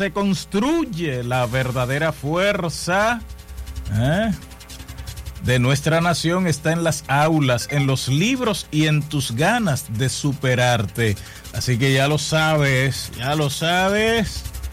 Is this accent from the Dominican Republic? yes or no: yes; Dominican Republic